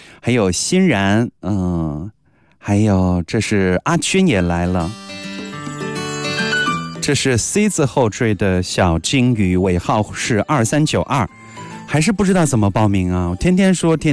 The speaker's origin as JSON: {"language": "Chinese", "town": "Shuyang", "region": "Jiangsu", "country": "China", "said": "我们沭阳的方言叫螃蟹流"}